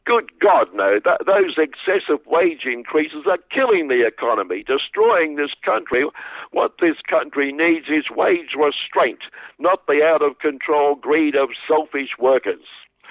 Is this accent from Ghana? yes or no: no; Australia